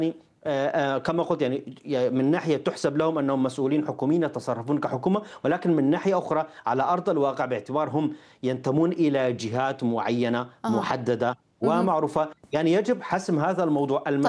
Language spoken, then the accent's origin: Arabic; Al-Hasakah, Al-Hasakah Governorate, Syria; now in Bochum, Germany; الأخوة العرب عندنا بالحسكة راضين أكثر من الخطاب